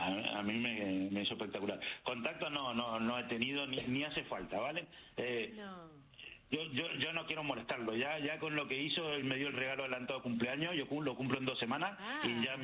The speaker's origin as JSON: {"language": "Spanish", "country": "Argentina", "said": "Primero, como argentino, yo creo que es nuestro mejor embajador."}